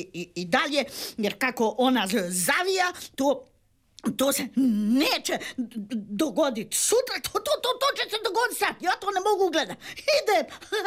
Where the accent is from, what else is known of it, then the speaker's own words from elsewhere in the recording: Dubrovnik, Dubrovnik-Neretva County, Croatia; moved away as an adult; Ja sam bila jedna mala provincijalka, došla sam iz Dubrovnika